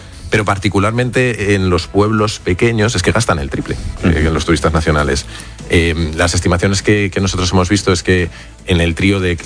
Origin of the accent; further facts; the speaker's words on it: Castilla-La Mancha, Spain; el último lo viví en mi pueblo de la Serranía de Cuenca. Es la segunda comarca más despoblada de España, donde yo tengo el pueblo